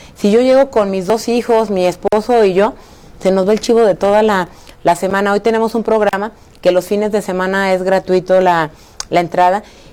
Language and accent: Spanish; San Juan de los Lagos, Jalisco, Mexico; born there; now in León, Mexico; mi papá fue fundador en San Juan de los Lagos, Jalisco, porque yo nací por allá